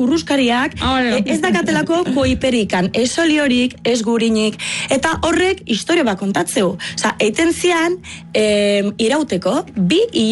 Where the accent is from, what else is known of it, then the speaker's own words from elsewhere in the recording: Florence, Tuscany, Italy; moved away; ba ni Firentzekoa naiz, eta Toskanan dago Firentze, dakizuen bezala